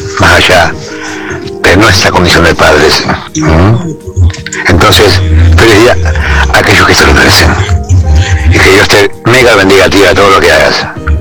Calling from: Fray Bentos, Río Negro, Uruguay; hablo desde Fraivento, Río Negro, Uruguay.

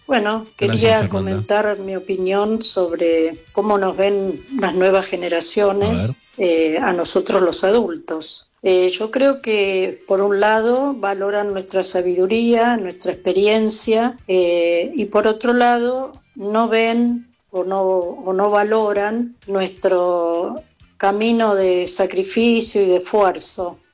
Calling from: San Fernando, Buenos Aires Province, Argentina; de San Fernando.

